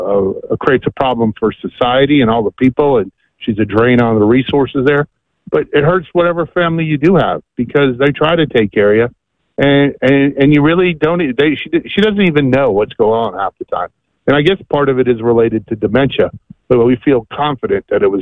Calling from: Canton, Georgia, United States; because we're living in Canton, we're in Georgia

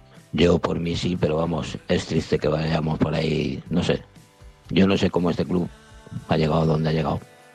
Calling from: Valencia, Valencian Community, Spain; Buenos días … de Valencia.

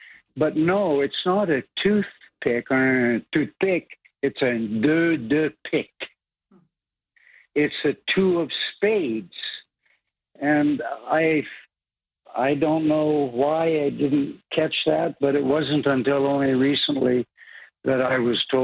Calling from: New Richmond, Quebec, Canada; in New Richmond in the Gaspé.

